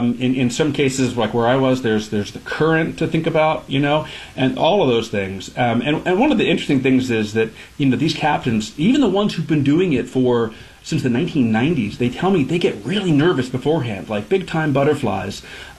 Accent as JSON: {"language": "English", "region": "Maryland", "country": "United States"}